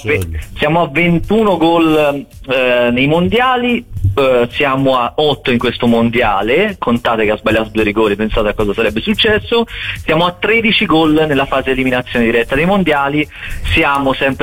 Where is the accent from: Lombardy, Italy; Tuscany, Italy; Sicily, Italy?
Tuscany, Italy; Brozzi; born there; continuo a dire che sono nato a Brozzi e non a Rosario, ecco.